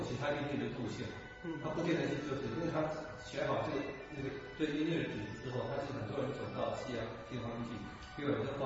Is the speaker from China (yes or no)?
no; Kinmen County, Taiwan; 可是我们金门这边从以前站在几年的时候，我是不能到海边的。